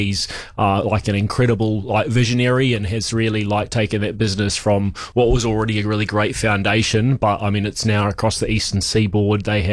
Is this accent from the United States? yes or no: no; Christchurch, Canterbury, New Zealand; moved away as an adult; also born or lived in Sydney, Australia / Wellington; I'm originally from Christchurch, spent 9 months in Wellington. That was 20 years ago. And I went on holiday to Sydney and got stuck for 18 years.